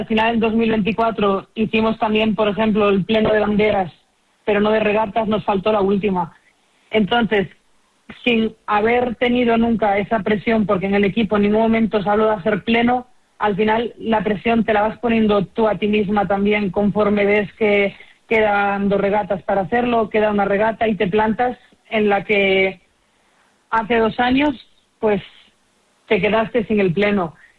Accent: Cangas, Galicia, Spain; Este año hago un cambio de club y me incorporo pues al club de mi pueblo y donde empecé, y pues voy a empezar la labor de preparadora física y entrenadora en el club de remo de Cangas.

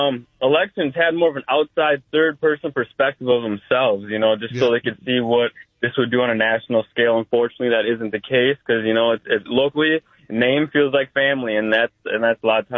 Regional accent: St. Paul, Minnesota, United States; I'm from St. Paul, Minnesota, and locally, Amy Klobuchar always has a great chance of winning because of name recognition

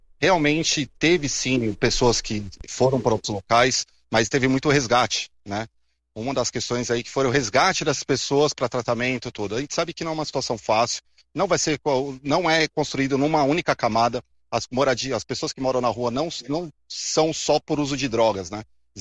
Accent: São Paulo, Brazil; born there; Eu nasci no Bom Retiro, vim aqui no prédio quando construíram e gerencio ele até hoje.

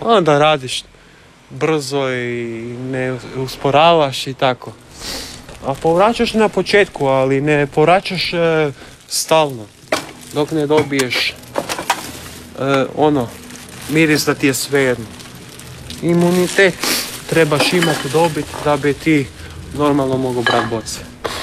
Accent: Zagreb, City of Zagreb, Croatia; born there; Ja sam vam rođen u Zagrebu, otac mi je iz Bosne, iz Kaknja, a majka mi je iz Doboja.

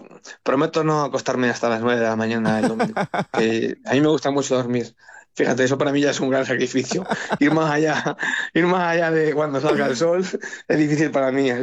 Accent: Toledo, Castilla-La Mancha, Spain; Yo al final soy toledano y al final y toledano de capital, o sea, nada de Talavera, nada de cosas raras, o sea, toledano de Toledo.

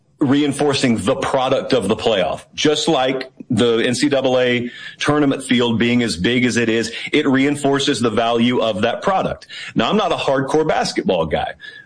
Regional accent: Deep South, United States; I grew up in the Deep South. Everybody down there thinks that Notre Dame

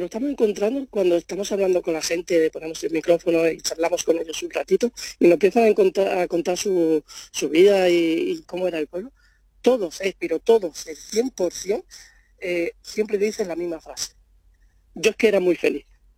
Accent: Albanchez, Andalusia, Spain; moved away; cuando uno es natural de un pueblo, y también un pueblo pequeño como Albanchés, un pueblo súper especial, muy bonito, y te vas fuera

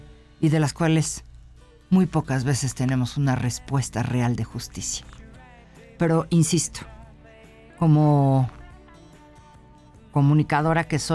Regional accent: Mexico; como socios, como mexicanos, como nación.

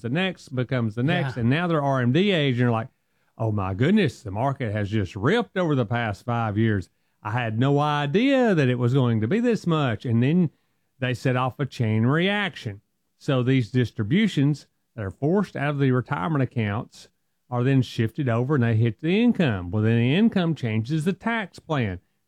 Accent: the South, United States; accent: strong Southern; I'm from the South and I got a strong accent

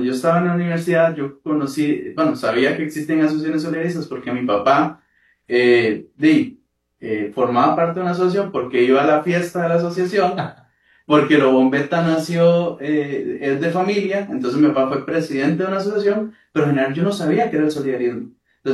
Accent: Esparza, Puntarenas, Costa Rica; yo vengo de un pueblo rural, ¿verdad? Yo vengo de Esparza, Punta Arenas.

